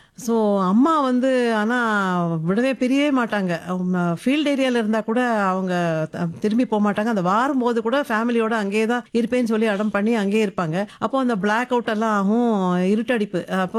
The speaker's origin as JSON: {"language": "Tamil", "town": "Agra", "region": "Uttar Pradesh", "country": "India", "tie": "born there", "said": "நான் வந்து ஆக்ரால தான் பிறந்தேன்"}